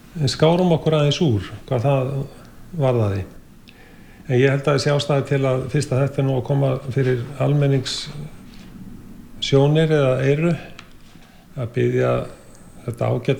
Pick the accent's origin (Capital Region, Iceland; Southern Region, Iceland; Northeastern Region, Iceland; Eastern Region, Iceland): Capital Region, Iceland; Reykjavík; ég ólst upp á Skúlagötunni, Skúlagötu 62, nánar tiltekið